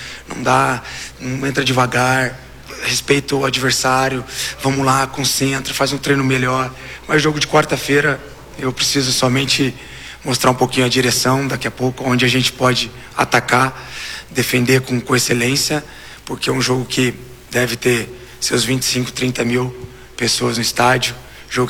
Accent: Campinas, São Paulo, Brazil; moved away; Eu sou de Campinas

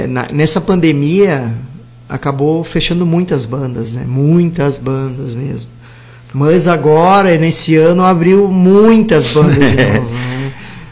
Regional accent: Lajeado, Rio Grande do Sul, Brazil; a gente vem lá do Vale do Taquari, de Lajeado

